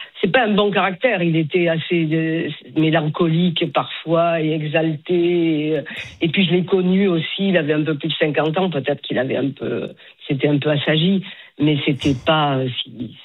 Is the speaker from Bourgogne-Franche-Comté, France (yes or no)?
no; Toulouse, Occitanie, France; Non, mais alors je suis toulousaine.